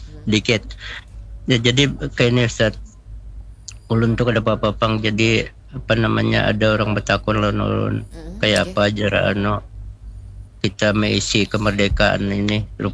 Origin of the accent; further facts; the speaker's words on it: Indonesia; born there; kita dilahirkan di Indonesia, bercari di Indonesia, beribadah di Indonesia.